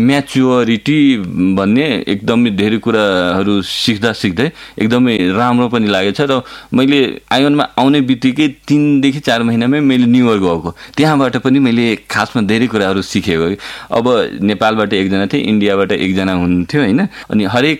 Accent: Jaleshwar, Madhesh Province, Nepal; त्यहाँ पनि म जलेश्वर नगरपालिका वडा नम्बर 7 मेरो घर छ होइन

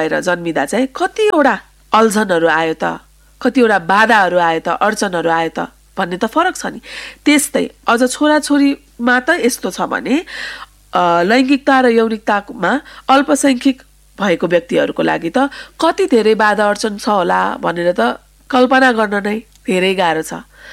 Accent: Kathmandu, Bagmati, Nepal; म एउटा काठमाडौँको मुटुमा जन्मेर हुर्केको, एउटा हिन्दूबाट बौद्ध धर्ममा परिणत भएको परिवारमा हुर्केको

